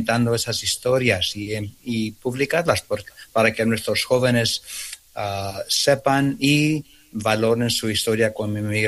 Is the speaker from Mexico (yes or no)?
yes; Mexico; now in United States; Sí, pues muchos de nosotros somos migrantes. Llegamos de México, de otros países, y este país no siempre nos ha valorizado